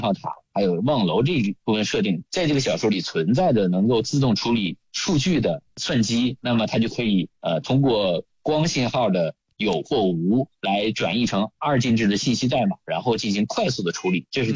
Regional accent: China; 我们有我们中国人的这种很多的哲学的传统

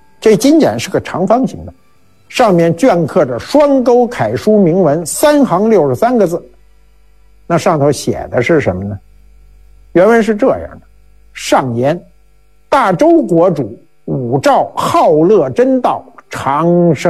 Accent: China

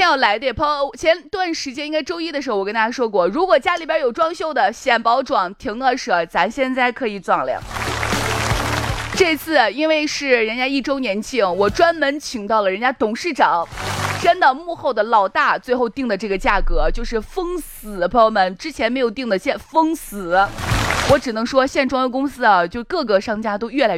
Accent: Shaanxi, China; 我们陕西人啊，

